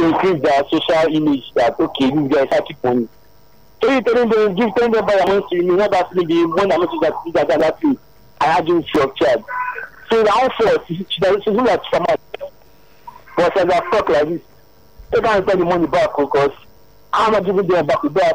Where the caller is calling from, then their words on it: Abuja, Federal Capital Territory, Nigeria; from Abuja.